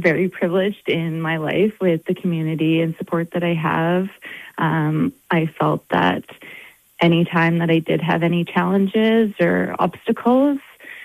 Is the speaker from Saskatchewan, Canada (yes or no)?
yes; Prince Albert, Saskatchewan, Canada; I am Indigenous, and my band is North Spirit Lake, and it's in Northern Ontario. It's very isolated. I have always called Prince Albert home. I grew up here from kindergarten to grade 12